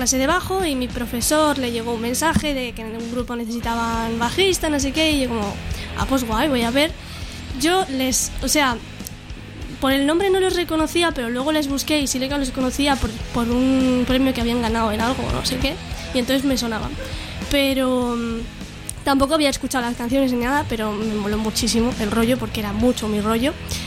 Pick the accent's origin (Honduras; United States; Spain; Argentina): Spain; Oruña, Cantabria; Pero me conocieron. No, yo soy de Oruña.